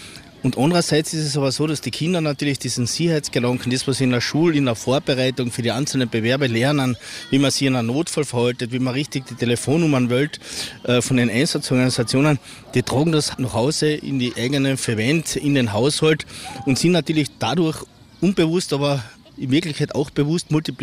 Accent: Carinthia, Austria; Wir sind da als Kärntner besonders stolz

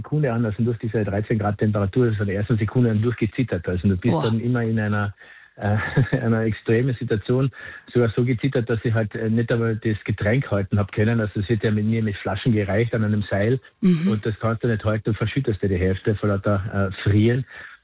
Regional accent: Klagenfurt, Carinthia, Austria; für mich als Klagenfurter

